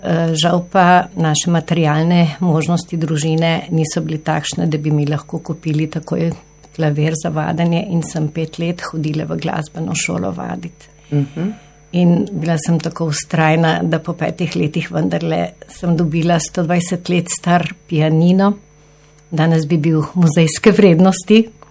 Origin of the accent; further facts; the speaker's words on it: Novo Mesto, Southeast Slovenia, Slovenia; Sem Novomeščanka, po duši in po srcu. Vse življenje sem tukaj, delam, ustvarjam.